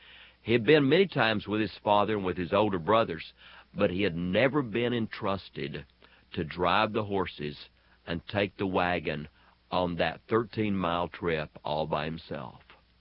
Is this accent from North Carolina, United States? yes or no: yes; North Carolina, United States; as a little boy growing up in the North Carolina mountains